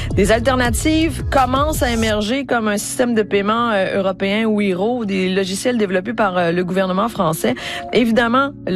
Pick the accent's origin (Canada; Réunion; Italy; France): Canada; la Société cartographique royale chez nous au Canada